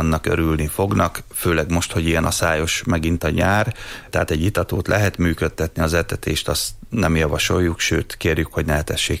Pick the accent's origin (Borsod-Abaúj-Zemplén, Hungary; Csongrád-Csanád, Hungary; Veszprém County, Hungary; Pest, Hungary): Borsod-Abaúj-Zemplén, Hungary; Miskolc; Én itt Miskolcon, az Avason nőttem fel, tehát annyira nem természetbarát hely, de azért végül is zöld rész